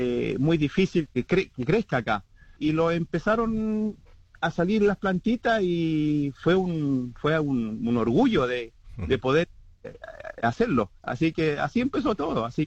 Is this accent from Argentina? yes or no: no; Chile; Nosotros somos de Chile, así que dijimos, vamos a hacer algo chileno.